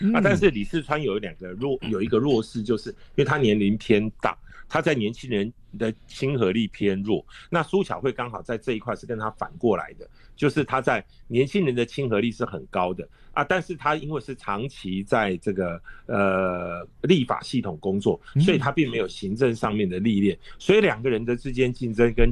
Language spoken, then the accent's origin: Chinese; Taiwan; 我们台湾人